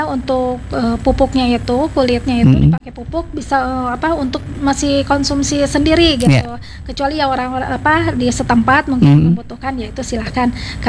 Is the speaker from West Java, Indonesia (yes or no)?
yes; Sumedang, West Java, Indonesia; Kebetulan di daerah setempat saya kan dari Sumedang nih.